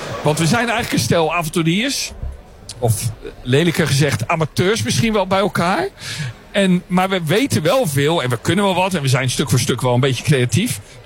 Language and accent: Dutch; Rotterdam, South Holland, Netherlands; als ik als Rotterdammer erbij ben.